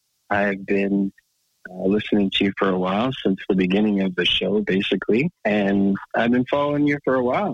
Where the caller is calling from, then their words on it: Whitby, Ontario, Canada; I live in Whitby.